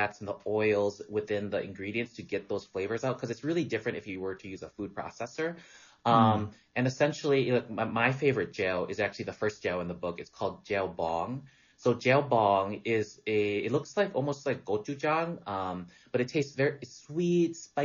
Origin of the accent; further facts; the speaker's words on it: Wisconsin, United States; So my family's from southern Laos, and I grew up in Wisconsin, but with my mom always cooking Lao food at home.